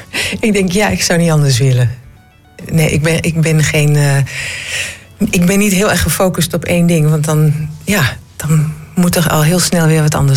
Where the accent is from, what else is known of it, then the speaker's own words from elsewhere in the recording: Almelo, Overijssel, Netherlands; moved away as an adult; also born or lived in Groningen; Toen ik in Groningen woonde, ging ik nog heel vaak naar huis, naar Almelo.